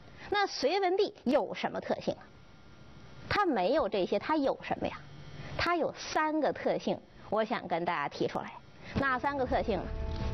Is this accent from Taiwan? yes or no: no; China; 我们中国人